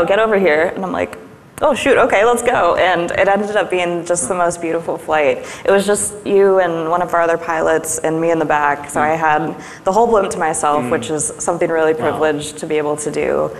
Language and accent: English; Akron, Ohio, United States; I'm from Akron